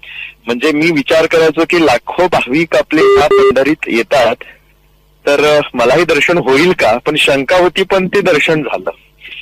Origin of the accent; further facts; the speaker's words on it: Sangli, Maharashtra, India; मी राहणारा सांगलीचा आहे पण माझं शेत कवटेमंका या ठिकाणी आहे